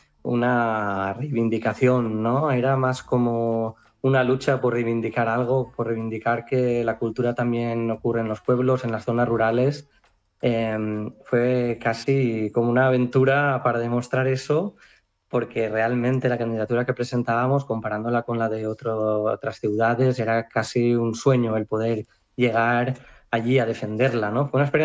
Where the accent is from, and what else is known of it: Potries, Valencian Community, Spain